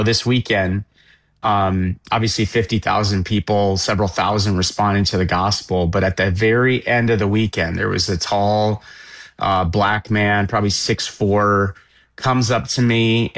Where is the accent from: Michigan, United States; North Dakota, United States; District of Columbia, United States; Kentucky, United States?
North Dakota, United States; I'm from North Dakota. I think when I grew up, man, we always used to say there was 500, maybe 600,000 people in the state.